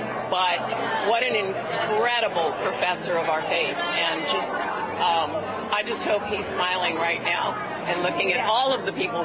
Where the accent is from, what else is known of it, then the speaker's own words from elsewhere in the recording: Peoria, Illinois, United States; born there; now in North Carolina, United States; I was born in Peoria